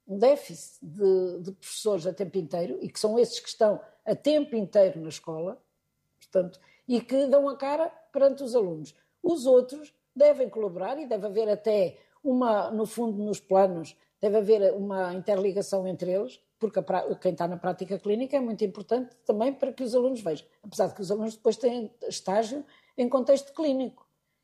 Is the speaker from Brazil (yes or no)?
no; Coimbra, Centro, Portugal; moved away as an adult; now in Fundão, Portugal; Portanto, sou de Coimbra, também é natural.